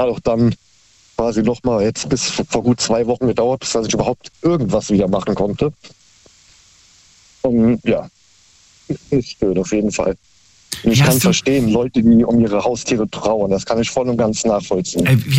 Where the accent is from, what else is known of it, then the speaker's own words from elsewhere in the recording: Koblenz, Rhineland-Palatinate, Germany; Ich komme aus dem Raum Koblenz.